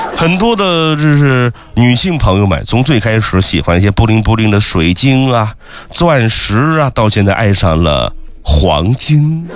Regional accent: Xinjiang, China

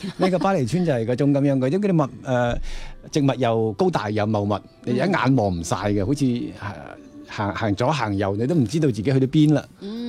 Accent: Guangdong, China; 因为我哋广东人去好多地方都会觉得系粤菜好味嘅

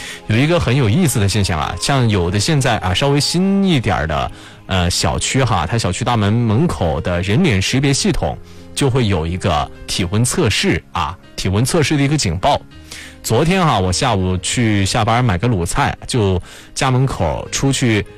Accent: Chongqing, China; 夏天咱们重庆人真的是啊特别的坚强啊

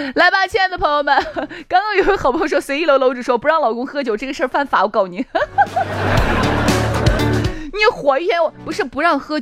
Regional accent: China; 我们中国人有一点，就是人不能自己夸自己

